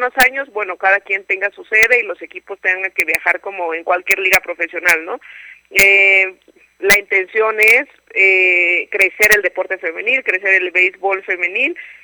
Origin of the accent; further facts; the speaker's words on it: Mexico; como mexicanos nos gusta exigirnos